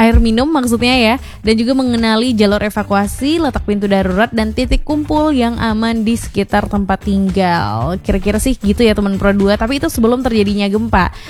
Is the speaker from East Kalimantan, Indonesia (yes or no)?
no; West Sumatra, Indonesia; kita sebagai orang Sumatera Barat